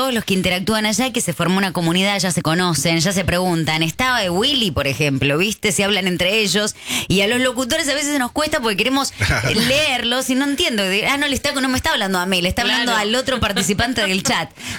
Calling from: San Miguel, Buenos Aires Province, Argentina; de San Miguel, los estoy escuchando.

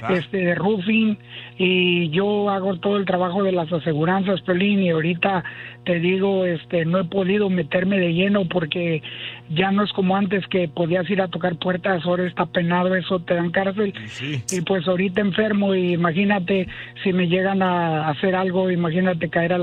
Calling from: Texas, United States; aquí en Texas, aquí en Dallas, en Fort Worth

